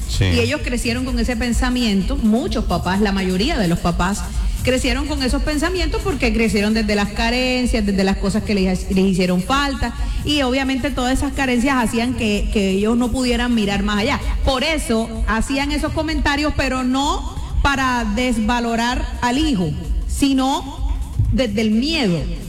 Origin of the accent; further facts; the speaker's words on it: Cartagena, Bolívar, Colombia; somos las cartageneras.